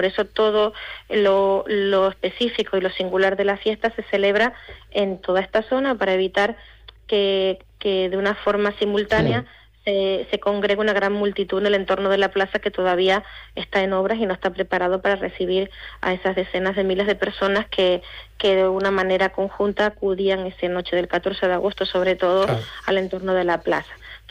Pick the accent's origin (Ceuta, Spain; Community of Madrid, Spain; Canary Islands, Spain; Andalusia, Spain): Canary Islands, Spain